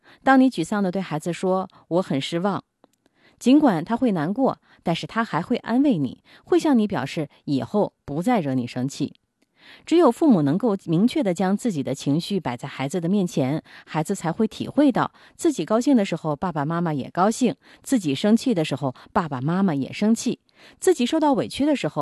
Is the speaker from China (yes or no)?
yes; China